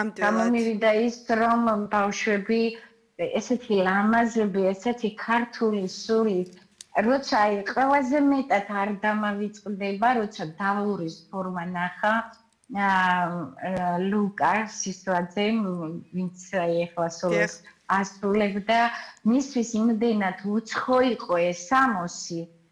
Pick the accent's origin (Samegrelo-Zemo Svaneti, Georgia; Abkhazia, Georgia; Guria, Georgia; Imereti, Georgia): Guria, Georgia; ისიც გურული გახლავთ, ერთი რაიონიდან ვართ.